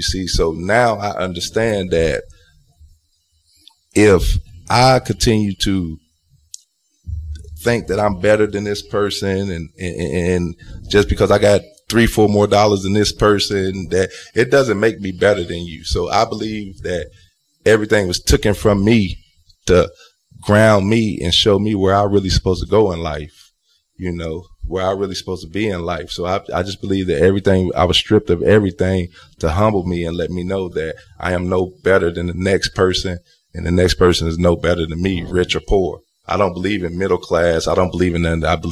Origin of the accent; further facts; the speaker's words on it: United States; I grew up in Oakdale Projects.